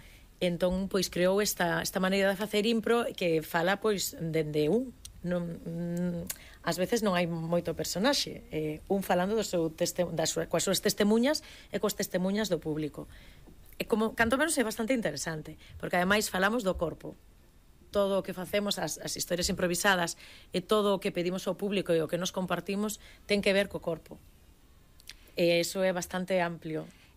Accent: Xeve, Galicia, Spain; Eu son de Xevé.

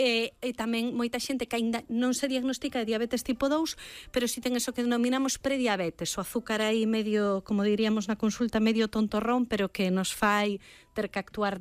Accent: Galicia, Spain; Vou che responder como moi galega.

